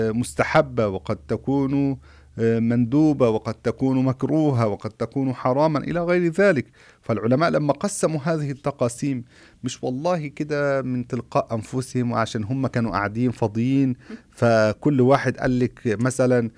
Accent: Egypt; حصل عندنا في مصر

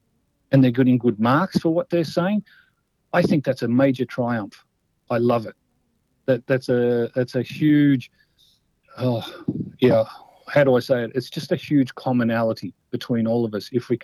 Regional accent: Parramatta, New South Wales, Australia; I'm not from the highest socioec environment. I was raised in Parramatta, born in Parramatta. I'm still a Parramatta boy. And I was exposed right from childhood to different languages.

